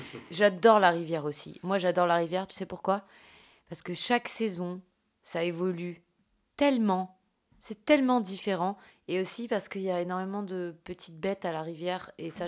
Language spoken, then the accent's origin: French; Mayotte; now in France; quand j'étais petite, j'habitais à Mayotte. Et du coup, j'ai grandi vraiment au bord de l'océan.